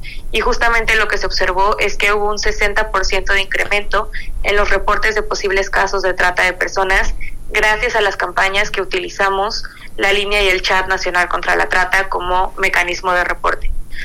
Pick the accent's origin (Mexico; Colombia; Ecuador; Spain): Mexico